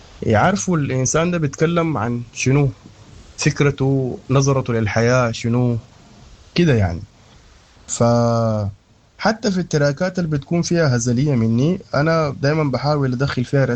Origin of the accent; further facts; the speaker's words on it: Sudan; فأنا ما رابر أمريكي ولا أنا رابر يعني بريطاني ولا أنا رابر أيا كانت الدولة، أنا رابر سوداني.